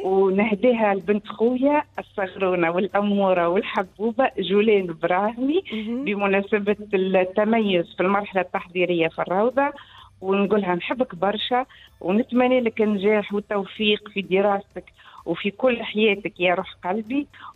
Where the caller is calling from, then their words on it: Metlaoui, Gafsa Governorate, Tunisia; من المتلوي